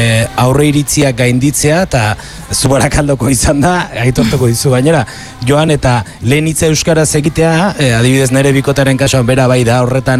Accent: Idiazabal, Basque Country, Spain; moved away as an adult; also born or lived in Bilbao; ni jaio Idiazabalen jaio izan nintzen, eta hazi ere bai, eta orduan, bueno, ez dakit, normala zen euskalduna izatea

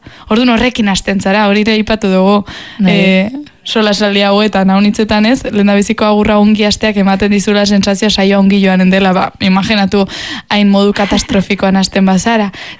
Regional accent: Bera, Navarre, Spain

